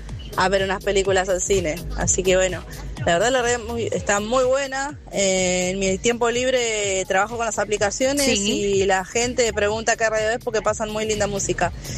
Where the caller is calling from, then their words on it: Berazategui, Buenos Aires Province, Argentina; de Berazategui